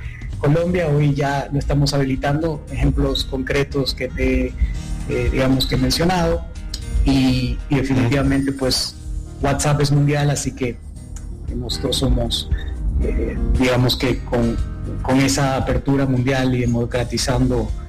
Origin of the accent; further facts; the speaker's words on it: Ecuador; yo soy originalmente de Ecuador